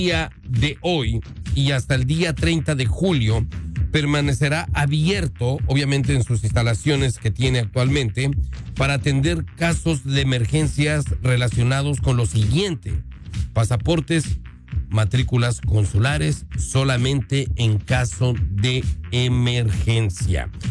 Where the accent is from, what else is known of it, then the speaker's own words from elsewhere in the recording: Mexico; este es un llamado principalmente a todos los que somos mexicanos